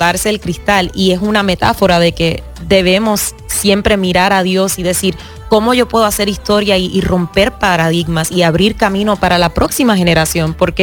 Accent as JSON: {"language": "Spanish", "country": "Puerto Rico", "tie": "born or raised there", "said": "van a haber más boricuas en mi proyecto, porque yo crecí en Puerto Rico, exacto, o sea, hay mucho sazón caribeño ahí."}